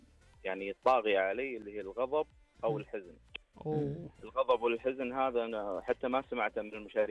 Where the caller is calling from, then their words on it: Eastern Province, Saudi Arabia; من الشرقية.